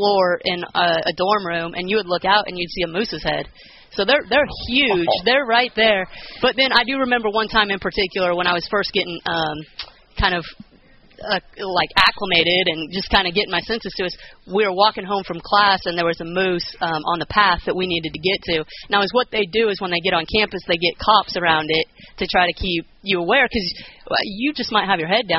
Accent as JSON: {"language": "English", "town": "Goodland", "region": "Kansas", "country": "United States", "tie": "born or raised there", "said": "I was born and raised in Goodland, Kansas my entire life. My mom was from Wichita, my dad was from Kansas City"}